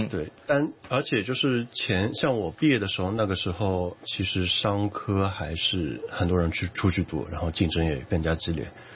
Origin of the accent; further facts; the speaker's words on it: Shanghai, China; moved away as an adult; also born or lived in United States; now in Hong Kong; 我本身是上海人。